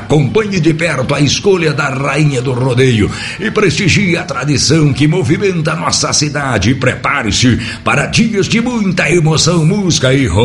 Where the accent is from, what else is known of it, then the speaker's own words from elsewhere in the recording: Santa Fé do Sul, São Paulo, Brazil; moved away; lá da minha terra querida, na Santa Fé do Sul.